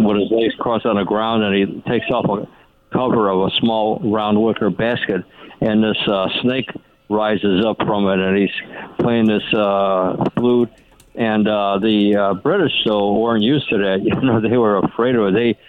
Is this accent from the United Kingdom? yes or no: no; Brooklyn, New York, United States; I grew up in Brooklyn as a kid.